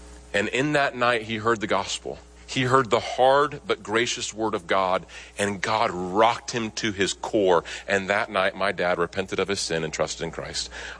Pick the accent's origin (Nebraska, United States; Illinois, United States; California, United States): Nebraska, United States; out in the cornfields where I grew up in Nebraska